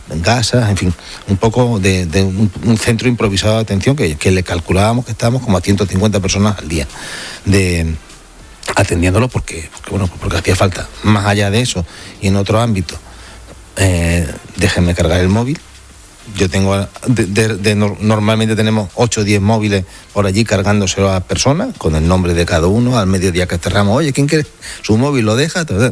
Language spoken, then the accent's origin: Spanish; Ceuta, Spain; Yo soy de Ceuta, nacido en Ceuta, nos hemos criado siempre mezclados.